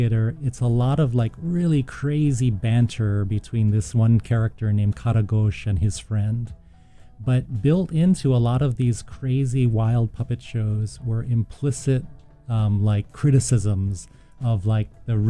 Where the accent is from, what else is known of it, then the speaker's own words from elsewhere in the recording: Hawaii, United States; I grew up in Hawaii, and that was already a place like where you were seeing a lot of like Asian traditions, puppetry, shadow puppetry from Indonesia.